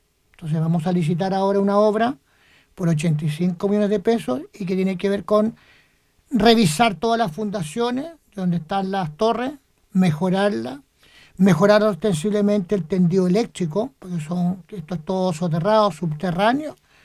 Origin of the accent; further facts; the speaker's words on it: Chile; Bueno, somos chilenos